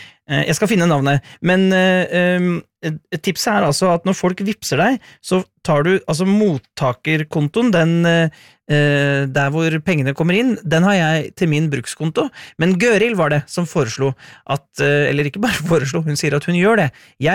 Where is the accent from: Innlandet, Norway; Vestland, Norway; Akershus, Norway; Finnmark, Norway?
Innlandet, Norway; Hamar; jeg er jo fra Hamar-området, så jeg er jo glad for at dere skal stikke innom der en liten tur